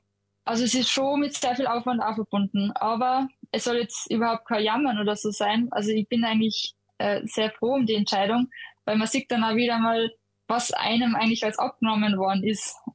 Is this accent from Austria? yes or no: yes; Austria; bleib gern Österreicherin.